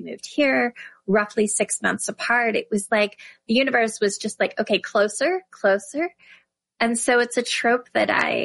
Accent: Appalachia, United States; I go to Scotland regularly and I grew up in Appalachia.

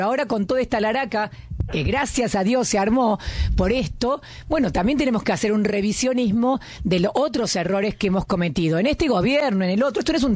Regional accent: Argentina

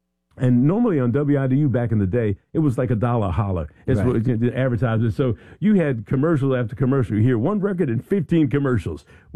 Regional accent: Philadelphia, Pennsylvania, United States; I'm from North Philly.

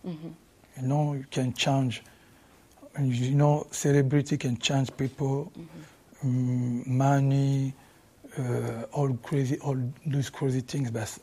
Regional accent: Kinshasa, DR Congo; moved away as an adult; now in Paris, France; I was because I grew up in Kinshasa, and I go to the Paris when I was I used to be 19, 20. So I have both culture, you know, Congolese culture and Rumba music.

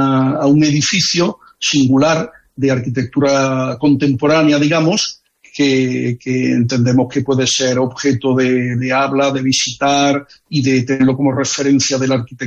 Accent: Antequera, Andalusia, Spain; los tres somos residentes de Antequera

